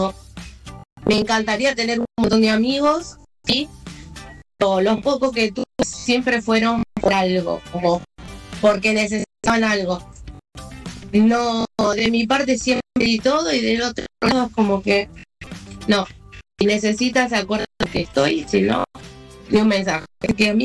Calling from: Morón, Buenos Aires Province, Argentina; de Morón.

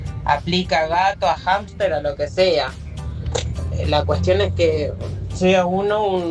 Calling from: Quilmes, Buenos Aires Province, Argentina; de Quilmes.

